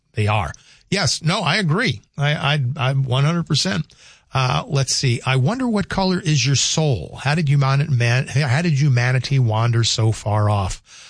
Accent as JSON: {"language": "English", "town": "New Orleans", "region": "Louisiana", "country": "United States", "tie": "born or raised there"}